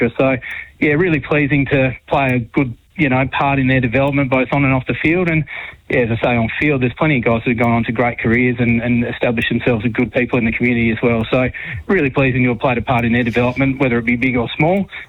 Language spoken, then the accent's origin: English; Busselton, Western Australia, Australia; I was born in Busselton, so I grew up down that way and lived there for most of my junior life and moved up to Perth in my 20s